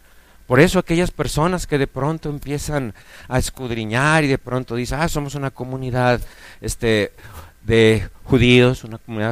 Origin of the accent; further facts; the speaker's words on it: Mexico; born there; Yo conozco muchos mexicanos, de hecho yo nací en México, conozco a muchos mexicanos.